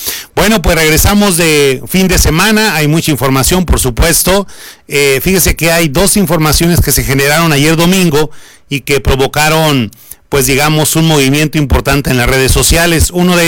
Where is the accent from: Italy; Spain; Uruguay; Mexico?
Mexico; las personas que vivimos en esta hermosísima República Mexicana, pues evidentemente somos producto de una pluriculturalidad.